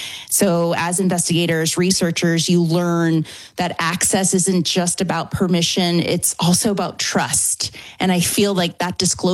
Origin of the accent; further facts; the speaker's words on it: New Orleans, Louisiana, United States; I hear that accent, y'all. I hear it. I hear it, baby. That's me. I'm from New Orleans.